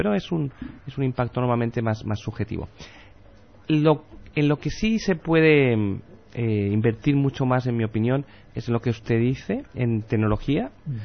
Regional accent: Catalonia, Spain; now in Bolivia

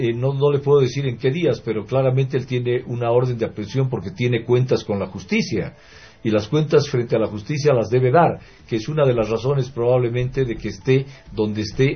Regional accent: Bolivia; los bolivianos, que ya le dijimos no en varias oportunidades

